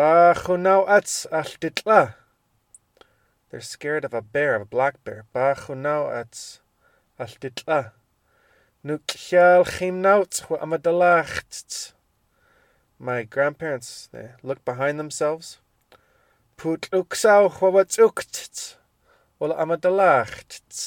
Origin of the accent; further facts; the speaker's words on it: Hazelton, British Columbia, Canada; Except I grew up in Hazleton